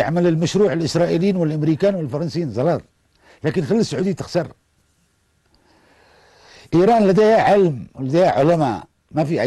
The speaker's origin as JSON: {"language": "Arabic", "country": "Yemen", "said": "لأن هذه بلدنا وأرضنا يا جماعة"}